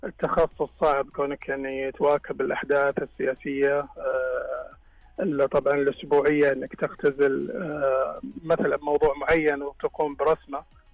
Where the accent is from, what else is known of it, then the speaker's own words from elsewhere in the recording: Saudi Arabia; بحكم اني رسام سعودي.